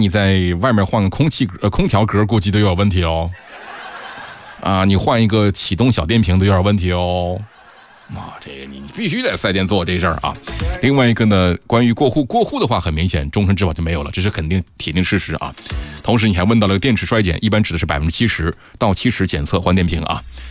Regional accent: Inner Mongolia, China; now in Yichang, China; 主播我是内蒙人儿

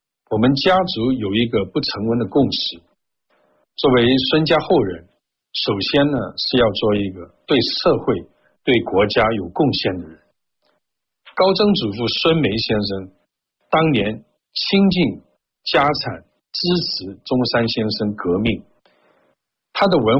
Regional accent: China; 作为中国人，作为国家的一份子

